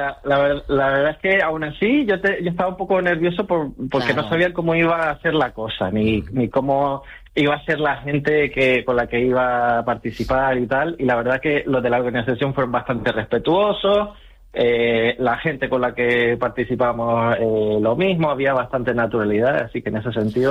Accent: Las Palmas de Gran Canaria, Canary Islands, Spain; now in Tenerife, Spain; yo nací en Las Palmas y soy de Triana.

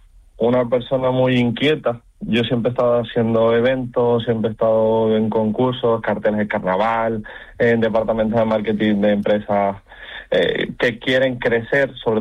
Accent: Canary Islands, Spain

